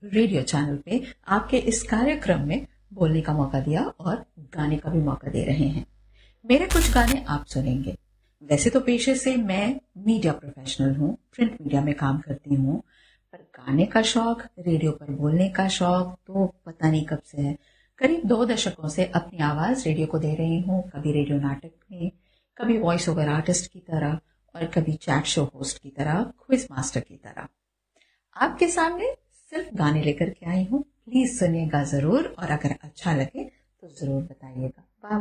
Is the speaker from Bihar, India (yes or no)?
yes; Patna, Bihar, India; मैं पटना से हूँ।